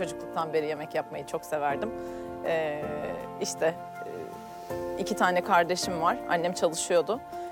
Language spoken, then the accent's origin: Turkish; İzmir, Turkey; born there; 1985 İzmir Karşıyaka doğumluyum.